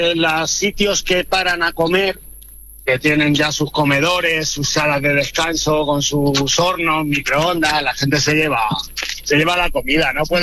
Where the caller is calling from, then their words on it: Getafe, Community of Madrid, Spain; aquí en Madrid, en Getafe, concretamente.